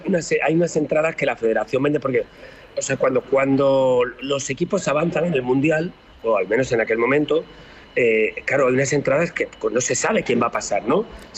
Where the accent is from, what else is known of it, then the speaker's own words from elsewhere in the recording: Spain; como cualquier español de mi generación, España siempre perdía.